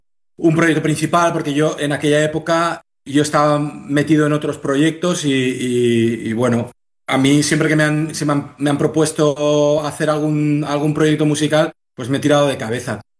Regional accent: Vilanova, Spain; los tres somos de Vilanova y es mucho más fácil

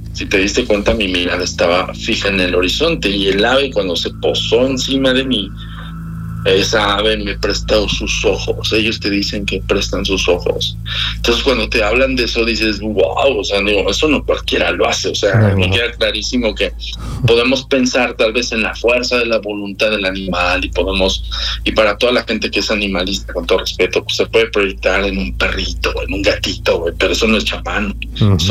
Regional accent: Mexico; Yo para mí, yo jamás, es más, ni siendo mexicano, soy así como, claro, idiático.

